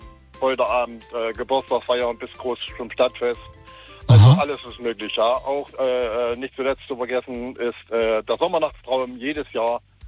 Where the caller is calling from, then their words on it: Gera, Thuringia, Germany; Floppys Diskothek aus Gera